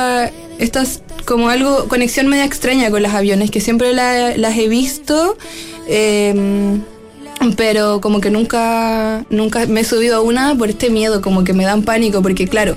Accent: Santiago, Santiago Metropolitan Region, Chile; me crié en el aeropuerto, crié muy cerca de ahí, me crié por la ENEA, muy cerca de la ENEA, que es donde, los aviones despegan y se siente todo el ruido.

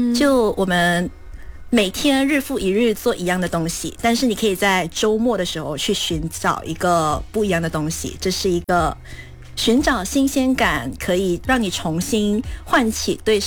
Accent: Malaysia; 我们是马来西亚人嘛，马来西亚人的话就是没有冬天的装备

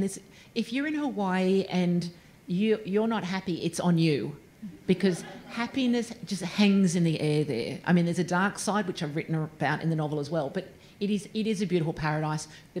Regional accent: Brisbane, Queensland, Australia; Now, I'm from Brisbane and quite often I'll hear, oh, it didn't rain for the last 3 weeks.

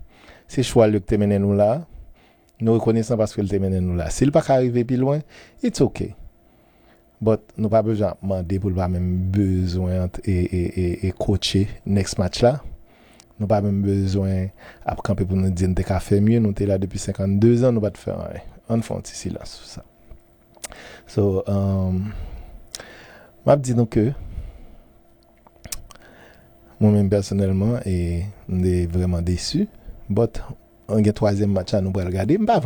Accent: Haiti; Problème que nous gagnons en tant que haïtien

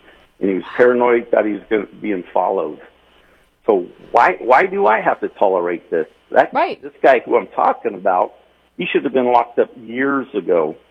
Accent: Salinas, California, United States; I'm 66 years old. I'm born and raised in Salinas, so I've seen Salinas change.

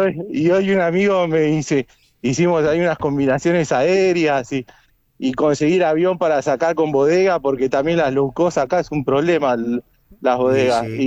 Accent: Mataderos, Buenos Aires, Argentina; somos del barrio de Matadero, somos del barrio de ….

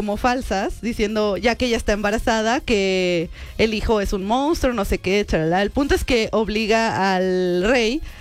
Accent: Mexico

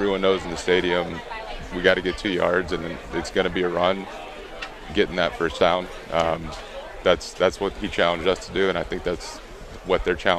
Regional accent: South Carolina, United States; also born or lived in Chicago suburbs, United States; I was born in the Chicago suburbs, moved down to South Carolina growing up when you kind of form an allegiance to a team.

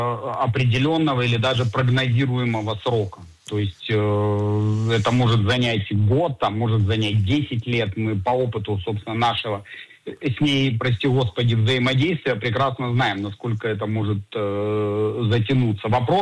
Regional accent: Israel

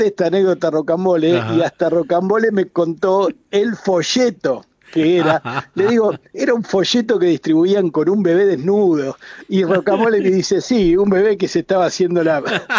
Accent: La Plata, Buenos Aires Province, Argentina; Y el platense tiene la cuna ahí. La cuna de … nació en La Plata. Es una ciudad ricotera, sí, sí, sí.

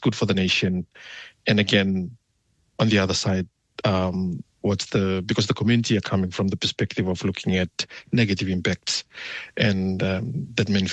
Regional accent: Northern Division, Fiji; English is a second language; now in New Zealand; I introduce myself in my dialect I'm originally from Fiji in the district of Ndongotui, in Maduata, that's in Vanua Levu, Fiji

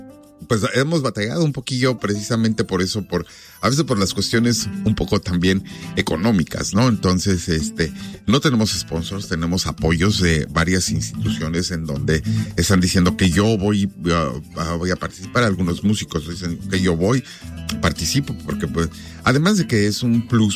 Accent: Mexico; now in Omaha, United States

